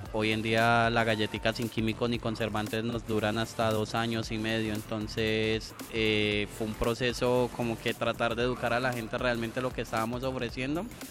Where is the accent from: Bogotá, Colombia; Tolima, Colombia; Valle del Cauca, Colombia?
Valle del Cauca, Colombia; Cali; somos caleños